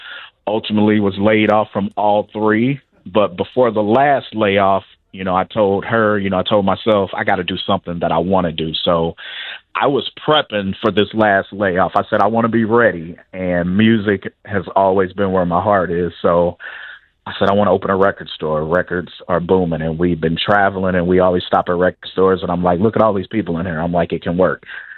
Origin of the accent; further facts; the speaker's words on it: St. Louis, Missouri, United States; moved away as an adult; now in Chattanooga, United States; Originally, I'm from St. Louis, Missouri, the St. Louis, Missouri area. Moved here in 2021 due to marriage. So I've been in Chattanooga since 2021, and I love it.